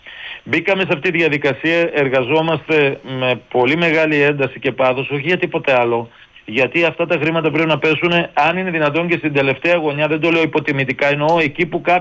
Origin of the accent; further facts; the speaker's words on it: Pontokomi, Western Macedonia, Greece; εγώ προσωπικά είμαι από λιγνητική περιοχή, κατάγομαι από την Ποντοκόμη Κοζάνη, με την κατάσταση και λοιπά, υπάρχει πιο λιγνητική.